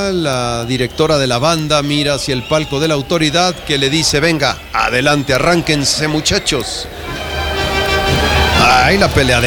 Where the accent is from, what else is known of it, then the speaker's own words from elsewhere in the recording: Guadalajara, Jalisco, Mexico; moved away; allá en mi tierra, en Guadalajara